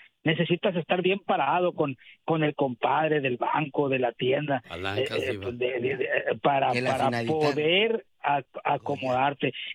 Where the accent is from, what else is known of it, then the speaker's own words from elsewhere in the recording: Miguel Alemán, Tamaulipas, Mexico; allí en mi pueblito, Miguel Alemán, Tamaulipas, abrieron un pollo frito, Buenos Aires.